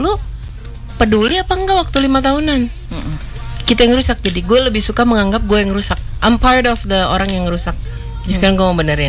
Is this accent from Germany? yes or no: yes; Germany; now in Indonesia; Kan gue lahir besar di Jerman dengan Pak Habibie dan segala macam.